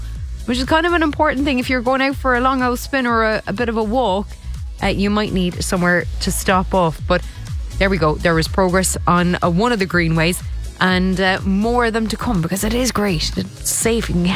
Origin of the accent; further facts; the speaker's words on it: Ireland; I'm Irish.